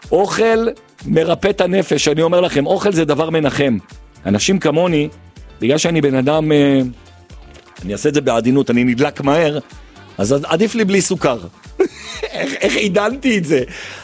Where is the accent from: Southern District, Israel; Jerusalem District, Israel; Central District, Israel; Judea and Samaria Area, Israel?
Jerusalem District, Israel; Jerusalem; פה זה כי אני ירושלמי.